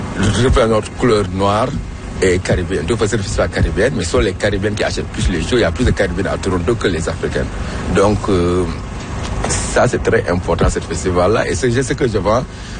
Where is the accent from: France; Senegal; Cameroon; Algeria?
Senegal; Et je suis fier quand je le porte en tant que Sénégalais.